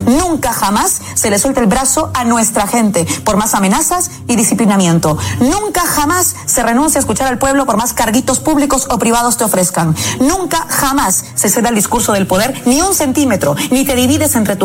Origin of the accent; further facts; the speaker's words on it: Peru; ¿Cómo no sentirme orgullosa de mi DNI peruano, mi acento, mi sangre, mis raíces y mi terquedad?